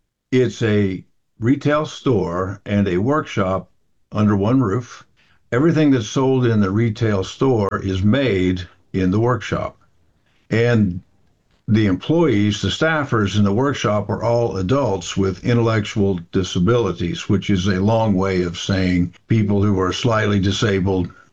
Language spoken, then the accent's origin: English; Missouri, United States; moved away; I have a niece with Down syndrome, and she lives in Missouri in my hometown